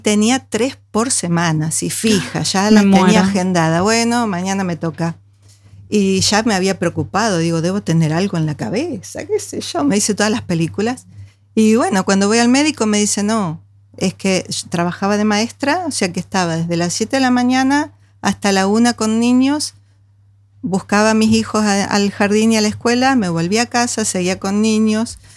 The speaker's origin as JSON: {"language": "Spanish", "region": "Buenos Aires", "country": "Argentina", "said": "vengo de la provincia de Buenos Aires, o sea que soy pampeana también."}